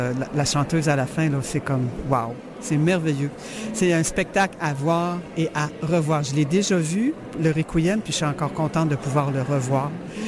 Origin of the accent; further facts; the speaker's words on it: Baie-Comeau, Quebec, Canada; je suis de Baie-Comeau.